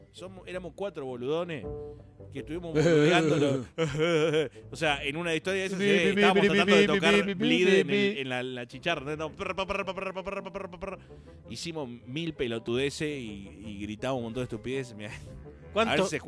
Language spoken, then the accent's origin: Spanish; Buenos Aires, Argentina; uno como porteño